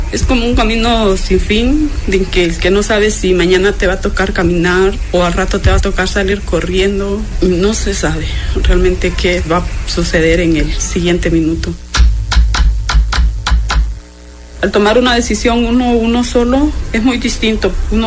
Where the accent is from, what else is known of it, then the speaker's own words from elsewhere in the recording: Tegucigalpa, Francisco Morazán, Honduras; moved away as an adult; now in Mexico; Vengo de Tegucigalpa, Honduras. Mis motivos para migrar de mi país fueron varios.